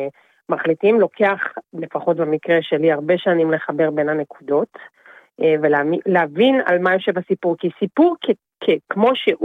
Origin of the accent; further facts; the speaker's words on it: Gadot, Northern District, Israel; also born or lived in Jerusalem; נולדתי בירושלים, אבל גדלתי רוב החיי בקיבוץ גדות, שזה קיבוץ בגליל העליון, ליד ראש פינה.